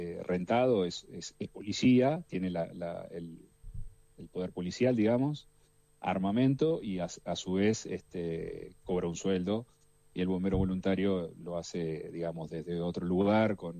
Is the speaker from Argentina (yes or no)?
yes; Tandil, Buenos Aires Province, Argentina; yo soy de Tandil, sí.